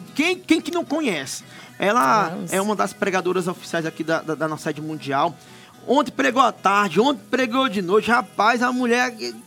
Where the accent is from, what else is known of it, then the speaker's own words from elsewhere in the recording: Teresina, Piauí, Brazil; Pois é, eu não posso esquecer que eu sou teresinense, piauiense, arretado, cabra da peste, rapaz.